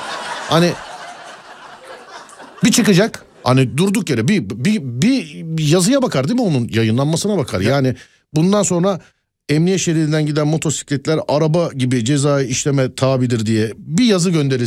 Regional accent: Istanbul, Turkey; bir İstanbullu olarak

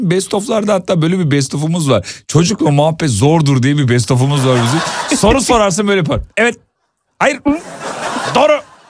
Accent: Erzurum, Turkey

